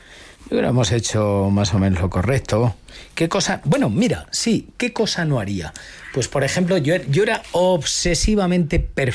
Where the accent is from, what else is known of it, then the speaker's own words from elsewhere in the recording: Montiel, Castilla-La Mancha, Spain; cuando salí de Montiel, mi pueblo y el vuestro, a partir de ahora, yo salí a jugar.